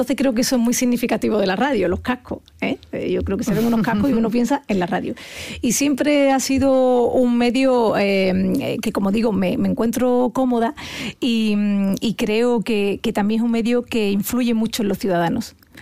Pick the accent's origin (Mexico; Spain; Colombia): Spain; Andalusia; Yo estoy loca por Andalucía porque es mi tierra.